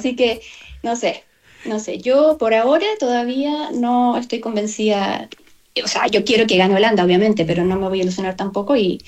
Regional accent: Chile; moved away; las cosas ya no estaban bien cuando yo me fui de Chile

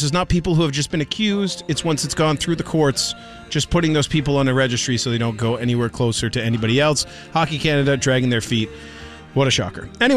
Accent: Scotland, United Kingdom; As a Scotsman, we found very fascinating ways to say cheap.

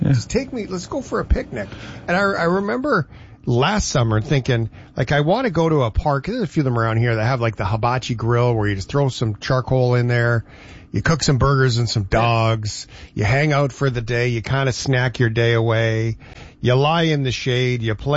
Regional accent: Canada; Cause is it like, as a Canadian, is there anything more disappointing than going through winter and then having a summer that never was?

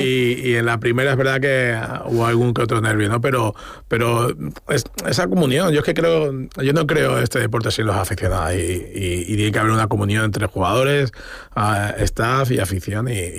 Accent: Plasencia, Extremadura, Spain; also born or lived in Cáceres; en Plasencia, mi ciudad natal, y en Cáceres, en la que he vivido los últimos 20 años

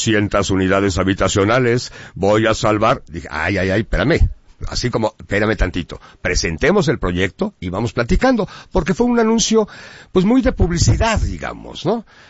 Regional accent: Puebla, Mexico; nosotros como poblanos

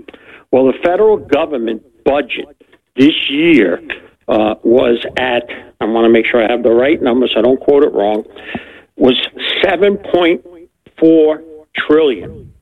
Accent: New Jersey, United States; So first of all, I'm from New Jersey, so we always have opinions.

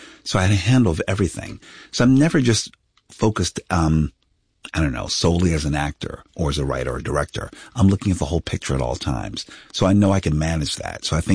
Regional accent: Philadelphia, Pennsylvania, United States; I come from a very humble place. I come from West Philadelphia, where, you know, a lot of blue collar folks.

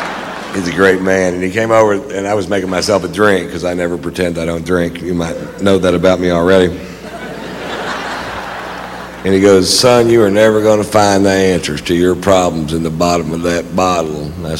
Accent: the South, United States; Well, I was raised in the South

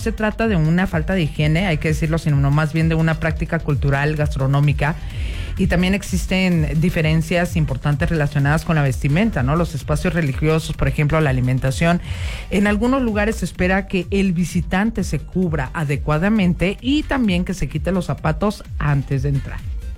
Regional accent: Mexico; Para muchos de nosotros como mexicanos puede resultar muy extraño

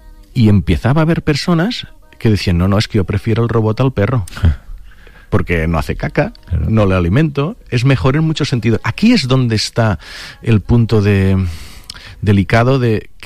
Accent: Catalonia, Spain; Pues algunas cosas, mira que soy del Delta del Ebre, hay mosquitos, sí, cuando dejan de fumigar.

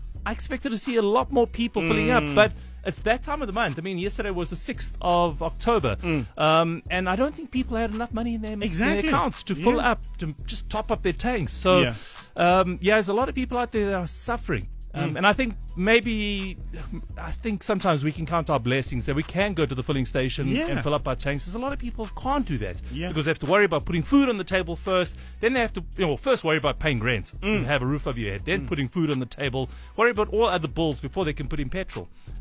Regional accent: South Africa; As a South African

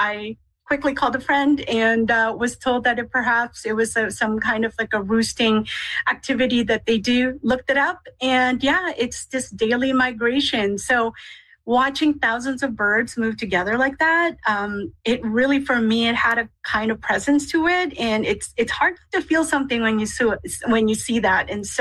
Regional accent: Manitoba, Canada; But with that, though, growing up in Manitoba, like all of those things there, like the landscapes, the crows and everything else, it became very much a part of how I see things.

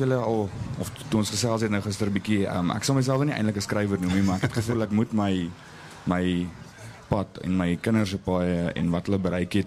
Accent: Klerksdorp, North West, South Africa; also born or lived in Pretoria; ek is eindelijk gebore in Pretoria, maar ek is al baie langer in Klerksdorp as ek in Pretoria is. So ek sal myself 'n Klerksdorper definitief noem.

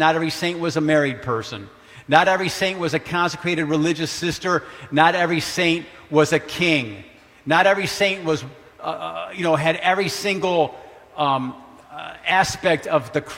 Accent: Detroit, Michigan, United States; but I grew up in Detroit. I like basketball.

